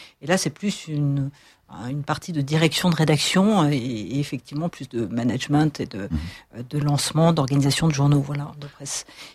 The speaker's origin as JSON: {"language": "French", "town": "Lyon", "region": "Auvergne-Rhône-Alpes", "country": "France", "said": "Moi je suis lyonnaise. Je suis née à Lyon il y a quelques années déjà"}